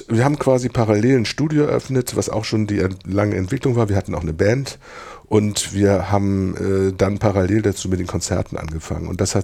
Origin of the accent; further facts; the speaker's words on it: Pinneberg, Schleswig-Holstein, Germany; also born or lived in Hamburg; ich komme aus Hamburg, aber ich habe in Pinneberg groß geworden.